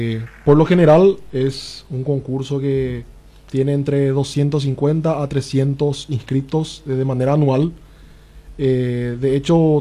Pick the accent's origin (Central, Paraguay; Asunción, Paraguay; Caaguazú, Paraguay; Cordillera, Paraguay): Caaguazú, Paraguay; Coronel Oviedo; Somos 10 del departamento de Caaguazú, 9 ovetenses y una de Cecilio Báez.